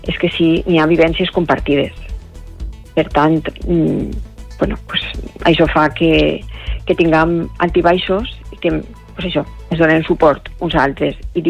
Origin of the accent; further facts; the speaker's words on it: Catarroja, Valencian Community, Spain; per ser del meu poble, no? De Catarroja.